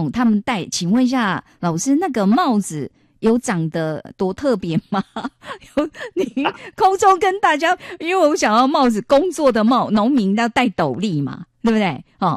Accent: Kinmen County, Taiwan; 而且我们要确认你是我们金门这边的人，不是对岸的

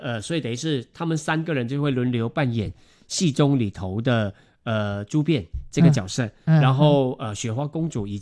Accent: Malaysia; now in Taiwan; 我是马来西亚人

